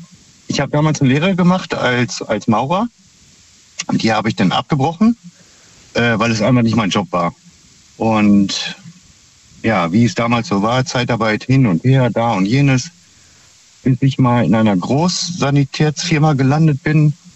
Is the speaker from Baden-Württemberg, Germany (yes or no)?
no; Minden, North Rhine-Westphalia, Germany; Ja, ich weiß nicht, ob du schon mal gehört hast, aus Minden.